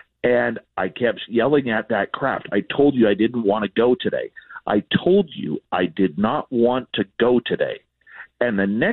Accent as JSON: {"language": "English", "country": "Canada"}